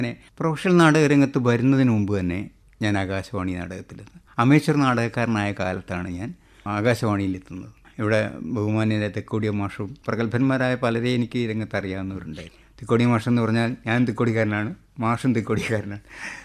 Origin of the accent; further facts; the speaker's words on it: Kozhikode, Kerala, India; ഞാൻ പറഞ്ഞു സാറേ ഞാൻ കോഴിക്കോടുകാരനാണ്, കോഴിക്കോടിൻ്റെ ഒരു മുസ്ലിം കഥാപാത്രമാണോ വേണ്ടത്